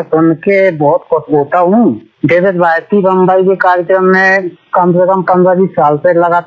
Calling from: Guna, Madhya Pradesh, India; हमारे गुना एमपी में

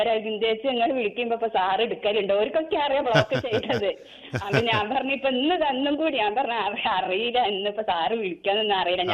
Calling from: Kerala, India; Kuttikkattoor പൈങ്ങോട്ടപ്പുറാണ്.

